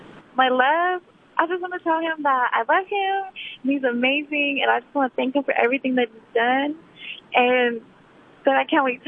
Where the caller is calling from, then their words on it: Lubbock, Texas, United States; I'm calling from Lubbock, Texas.